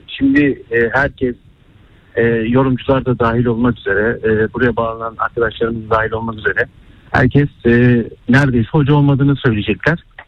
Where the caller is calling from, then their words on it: Istanbul, Turkey; Öncelikle Tayyip, ben İstanbul'dan Fenerbahçeliyim.